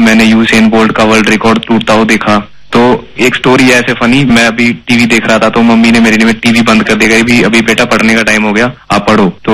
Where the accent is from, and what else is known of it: Chhattisgarh, India